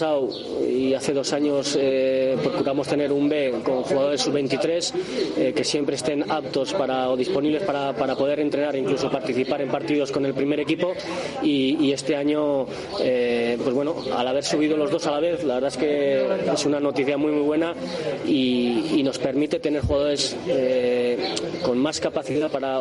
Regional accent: Irun, Basque Country, Spain; somos de la comarca, somos de Irún.

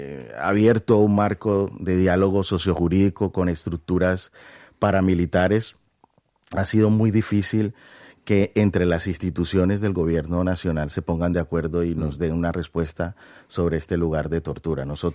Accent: Colombia; now in Spain; yo tengo pues la doble nacionalidad, soy colombiano, pero también tengo la nacionalidad del Estado español

